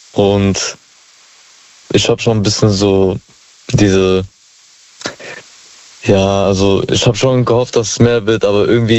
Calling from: Baden-Württemberg, Germany; Ich komme aus Rhein-Neckar-Kreis in Heidelberg-Umgebung.

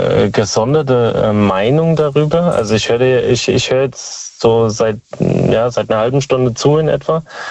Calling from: Speyer, Rhineland-Palatinate, Germany; Aus Speyer.

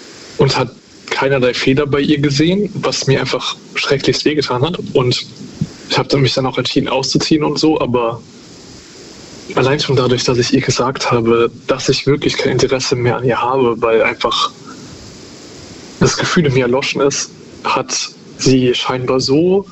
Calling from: Cologne, North Rhine-Westphalia, Germany; ich komme aus Köln.

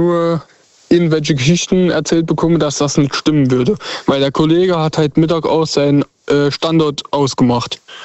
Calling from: Saarland, Germany; Ich komme aus dem Saarland.

